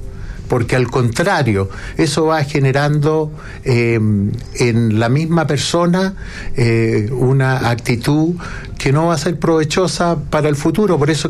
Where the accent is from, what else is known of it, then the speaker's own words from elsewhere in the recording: Magallanes and Chilean Antarctica, Chile; yo soy magallánico, igual que el senador Cusano